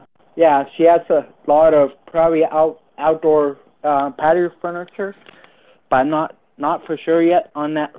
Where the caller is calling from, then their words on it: Langley, British Columbia, Canada; Calling from the Langley area.